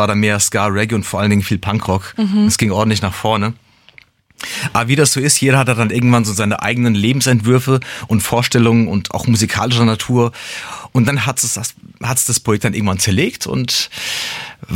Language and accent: German; Frankfurt, Hesse, Germany; also born or lived in Wiesbaden; now in Mainz, Germany; Ich bin ein Frankfurter Bub im Herzen, bin dort geboren, lange Zeit in dem Bereich aufgewachsen und ja, Jahre später hat es mich dann irgendwie nach Wiesbaden, sage ich schon, das ist das andere, die andere Hauptstadt, nach Mainz gezogen.